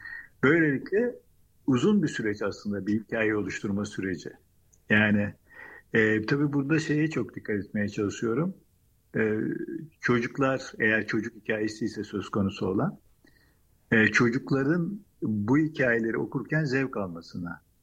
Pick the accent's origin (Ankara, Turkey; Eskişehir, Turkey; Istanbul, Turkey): Istanbul, Turkey; born there; also born or lived in Samsun; Daha sonra İstanbul'a geldiğimde ilkokul öğrencisiydim.